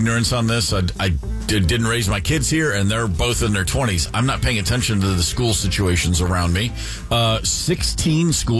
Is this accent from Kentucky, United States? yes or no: yes; Kentucky, United States; I'm from Kentucky.